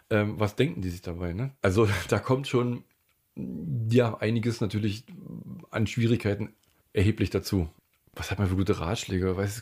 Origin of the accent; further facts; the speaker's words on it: East Germany, Germany; born there; Ich bin ja auch im Land geboren, was es gar nicht mehr gibt, wenn du so willst. Ne?